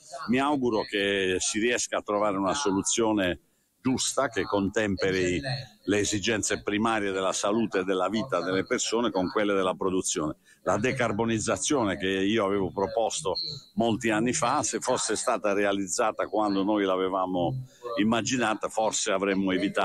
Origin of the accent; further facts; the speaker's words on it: Apulia, Italy; per il mio paese, per l'Italia e per la mia terra che è la Puglia.